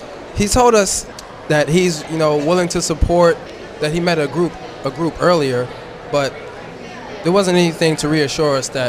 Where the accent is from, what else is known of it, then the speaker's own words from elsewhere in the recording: Pittsburgh, Pennsylvania, United States; I'm from Pittsburgh, and I'm here supporting the the after school program.